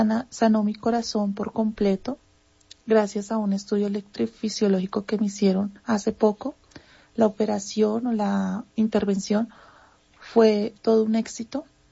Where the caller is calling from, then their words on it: Bogotá, Colombia; Hablo desde Bogotá, Colombia.